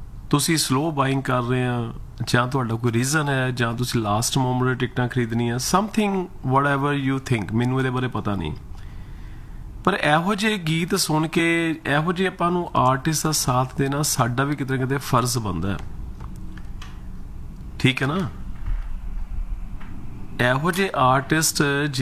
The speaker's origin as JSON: {"language": "Punjabi", "region": "Punjab", "country": "India", "tie": "born or raised there", "moved": "yes"}